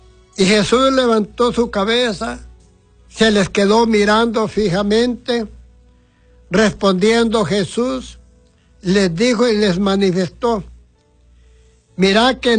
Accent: Honduras; Todos somos hondureños. Todos somos hijos de Dios.

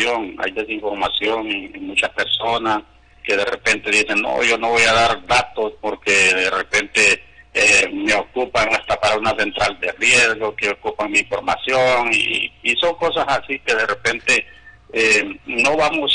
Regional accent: Guaymaca, Francisco Morazán, Honduras; born there; todos somos ciudadanos de Guaymaca, unos somos pues nativos de Guaymaca, oriundos aquí, legítimos de Guaymaca.

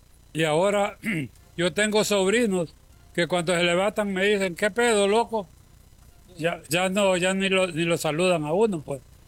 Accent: Honduras; Nosotros somos nativos del Valle Arriba, del lugar de San Lorenzo, y nosotros ahora incluso tenemos miedo de vivir ahí en nuestros lugares

